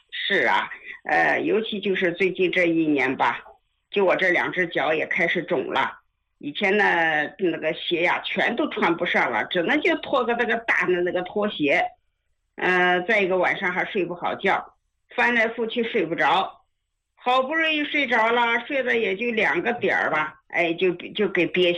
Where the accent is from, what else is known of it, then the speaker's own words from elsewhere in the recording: Tianjin, China; 我是天津的啊